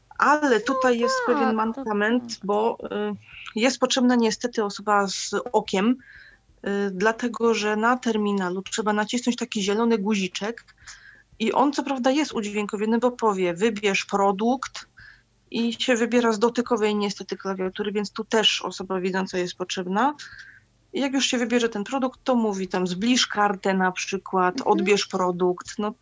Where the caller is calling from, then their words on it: Jaworzno, Silesian Voivodeship, Poland; Ja zauważyłam u siebie w Jaworznie